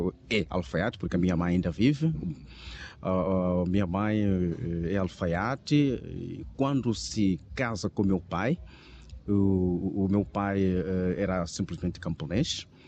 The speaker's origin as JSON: {"language": "Portuguese", "town": "Caia", "region": "Sofala", "country": "Mozambique", "tie": "born or raised there", "said": "100% natural de Kaia, sou filho de casa."}